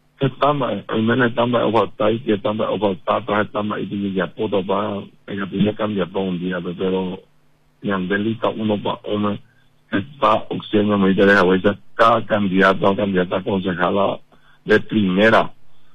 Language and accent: Spanish; Cuba; A ya yo soy cubana